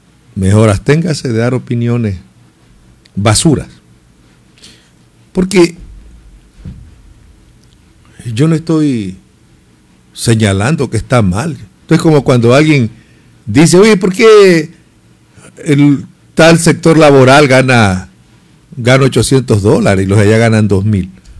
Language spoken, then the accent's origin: Spanish; Esmeraldas, Ecuador; born there; yo soy nacido en esta tierra. Me importa mi tierra.